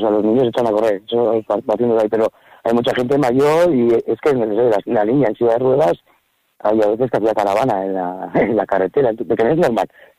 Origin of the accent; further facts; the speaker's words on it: Biscay, Basque Country, Spain; now in Ollita, Spain; Yo soy de Vizcaya